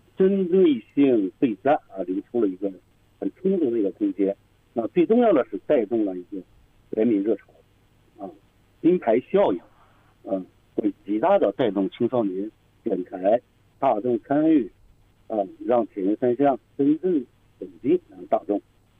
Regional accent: China

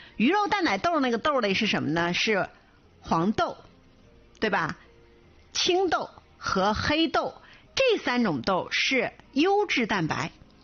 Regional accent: China; 还包括我们中国人特别喜欢的蜂蜜

